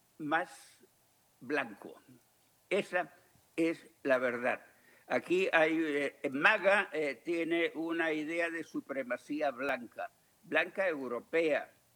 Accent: United States; Nosotros somos, nosotros los estadounidenses, somos signatarios de la Convención de las Naciones Unidas acerca de exilados.

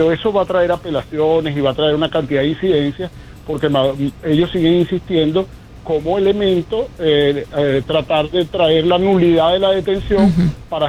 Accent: Venezuela; somos los venezolanos ya bastante golpeados por la corrupción y por este régimen narcoterrorista que ya tiene 27 años

